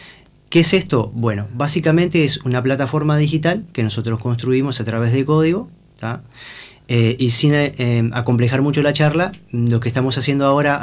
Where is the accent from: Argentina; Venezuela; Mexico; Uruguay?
Uruguay; Toledo, Canelones; now in Treinta y Tres, Uruguay; Yo en realidad vivo acá hace 26 años, ¿tá? Soy oriundo de Canelones, de Toledo